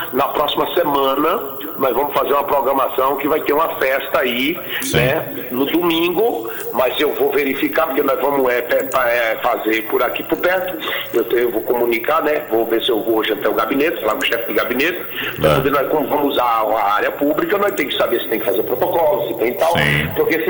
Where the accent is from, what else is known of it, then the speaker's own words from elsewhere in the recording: Paraíba, Brazil; moved away; É que eu trouxe quando eu vim da Paraíba.